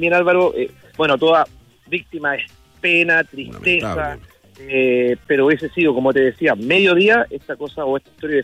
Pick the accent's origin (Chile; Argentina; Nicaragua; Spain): Chile; Viña del Mar, Valparaíso; yo que soy del sector de Gómez Carreño